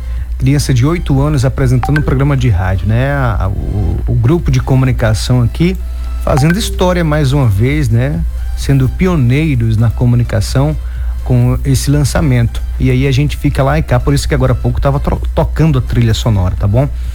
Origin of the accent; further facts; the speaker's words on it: Brazil; Eu também sou brasileiro, né?